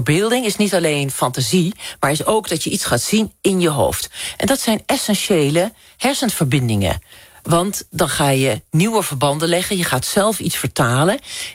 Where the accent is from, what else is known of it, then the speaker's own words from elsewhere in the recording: Drenthe, Netherlands; ik kom uit Drenthe